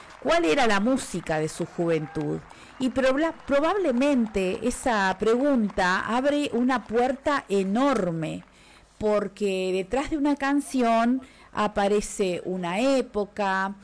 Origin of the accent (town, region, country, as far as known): Uruguay